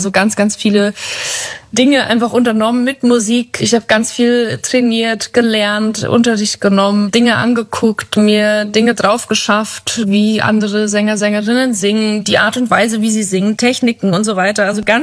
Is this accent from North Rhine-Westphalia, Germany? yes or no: no; Bavaria, Germany; dann ist für mich der beste Ort, um die Batterien wieder aufzuladen, definitiv Bayern. Mein Heimatort, wo ich aufgewachsen bin, das Haus meiner Eltern